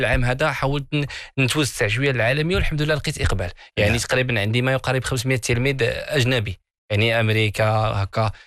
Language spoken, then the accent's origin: Arabic; Tafraout, Souss-Massa, Morocco; انا تفراوت.